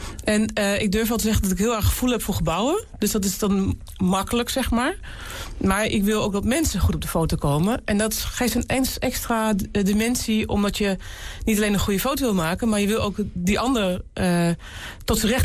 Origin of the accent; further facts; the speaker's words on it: Netherlands; we wonen in Nederland. Ik ben hier ook geboren in Nederland. Ik ben echt in Nederland uit het klei getrokken. En ik ben enorm blij dat ik hier geboren ben.